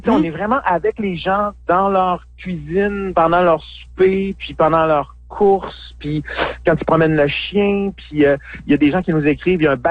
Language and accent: French; Quebec, Canada; moi je viens du Saguenay